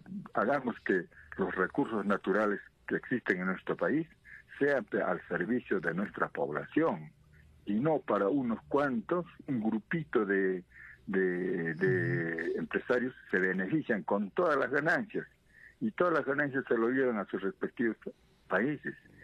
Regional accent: Peru; aquí los peruanos, que somos bien peruanos, bien patriotas

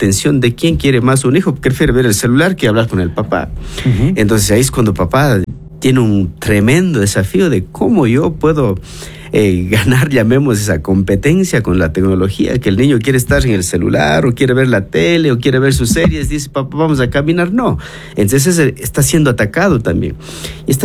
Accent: Cañar, Ecuador; Yo vengo de una sociedad de Cañar, escuchar de un papá te amo, o abrazarte, o llorar contigo, dice cállate carajo, no llores.

